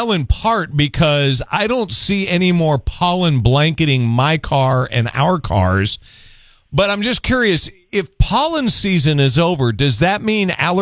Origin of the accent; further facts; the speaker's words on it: United States; I'm warning you as an American.